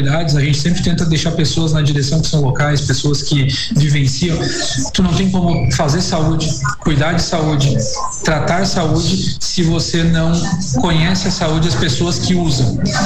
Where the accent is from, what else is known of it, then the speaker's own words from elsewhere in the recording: Armazém, Santa Catarina, Brazil; Então, eu sou de Armazém, né?